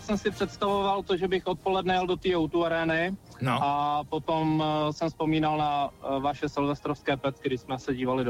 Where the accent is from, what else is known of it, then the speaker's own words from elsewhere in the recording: Ústí nad Labem, Ústí nad Labem Region, Czechia; S Ústí nad Labem.